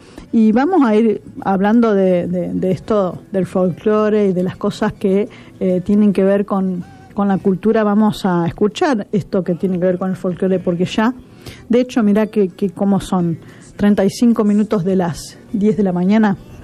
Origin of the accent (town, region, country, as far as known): Argentina